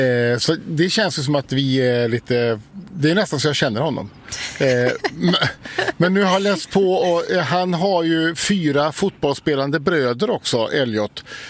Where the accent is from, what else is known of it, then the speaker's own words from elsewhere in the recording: Uddevalla, Västra Götaland County, Sweden; Han är ju från Uddevalla, min hemstad.